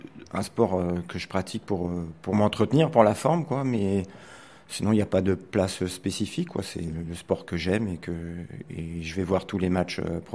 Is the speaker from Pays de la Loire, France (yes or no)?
no; Paris, Île-de-France, France; moved away as an adult; now in Montpellier, France; j'ai 55 ans. Je pratique le hockey depuis 39 ans. Je viens de Paris, en fait. Ça fait 14 ans que je suis sur Montpellier.